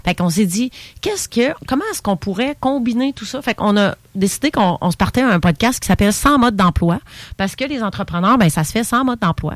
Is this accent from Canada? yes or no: yes; Portneuf, Quebec, Canada; je suis de Portneuf.